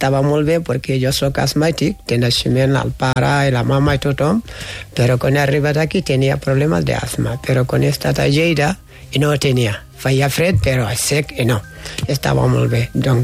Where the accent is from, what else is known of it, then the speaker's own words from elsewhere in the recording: Senegal; now in Catalonia, Spain; jo sóc del nord del Senegal, de la sabana d'Àfrica, del Senegal